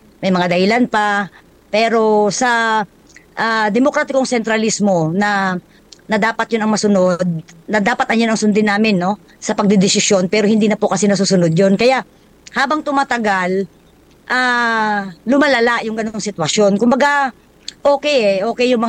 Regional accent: Iloilo, Western Visayas, Philippines; moved away as an adult; ako po ay taga Iloilo. No, wala pa akong kamag-anak, wala akong kakilala, wala akong kadugo. Ni salitang Ilocano, hindi ko po alam ang salita, no, ng Ilocano, kasi ako ay purong Ilongga po, no, from Region 6.

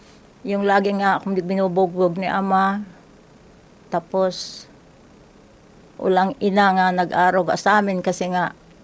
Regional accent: Milagros, Bicol Region, Philippines; from Milagros Masbati. 65 years old po.

